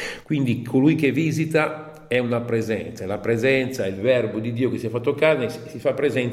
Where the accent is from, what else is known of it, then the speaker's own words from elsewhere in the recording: Liguria, Italy; moved away as an adult; now in Assisi, Italy; Vengo dalla Liguria, sono arrivato a Bose circa 30 anni fa.